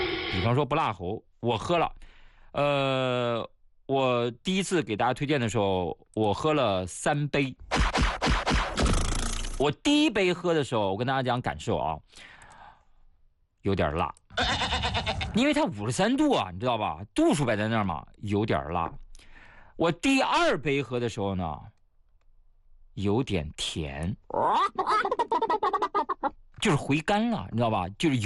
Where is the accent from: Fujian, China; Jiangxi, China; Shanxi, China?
Shanxi, China; because 我是山西人。